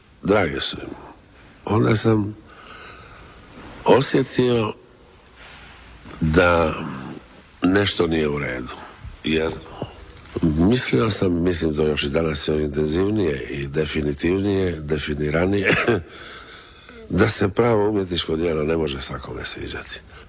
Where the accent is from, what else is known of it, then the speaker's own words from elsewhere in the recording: Dalmatia, Croatia; also born or lived in Dubrovnik; ja sam Dalmatinac